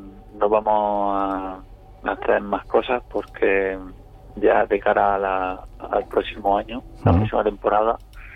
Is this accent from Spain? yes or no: yes; La Cañada, Andalusia, Spain; soy de La Cañada, nací allí